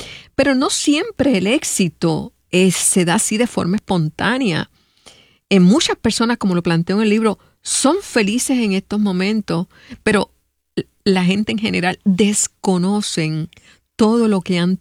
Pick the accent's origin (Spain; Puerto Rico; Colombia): Puerto Rico; Cidra; Pues mira, yo también soy de Sidra.